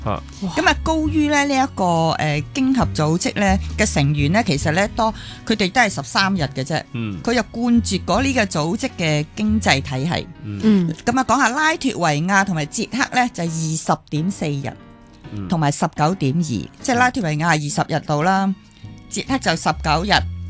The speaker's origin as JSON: {"language": "Cantonese", "country": "Hong Kong"}